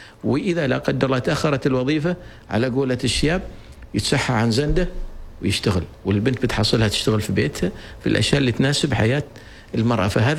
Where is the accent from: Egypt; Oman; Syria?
Oman; أني أنا عماني وابن هذا البلد ولدت في هذا البلد